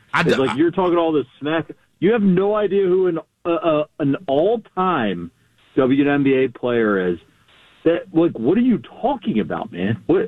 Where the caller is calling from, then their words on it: Baltimore, Maryland, United States; I'm from Baltimore.